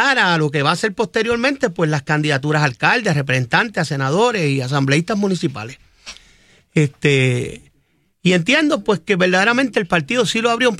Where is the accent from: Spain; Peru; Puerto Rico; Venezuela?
Puerto Rico; Bayamón; que soy de Bayamón, nacido y criado toda mi vida